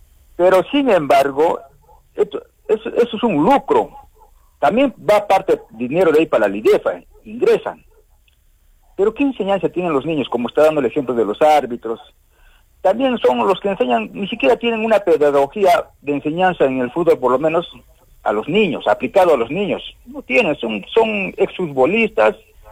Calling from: Arequipa, Peru; acá en Arequipa

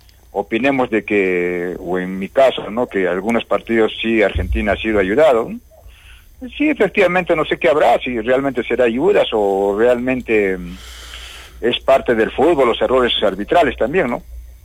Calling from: Peru

